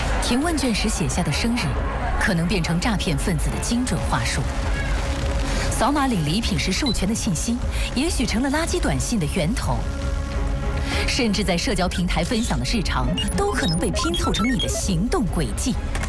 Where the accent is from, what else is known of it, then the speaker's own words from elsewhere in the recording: Tianjin, China; 最能够体现我们天津人讲究时令的一个执念吧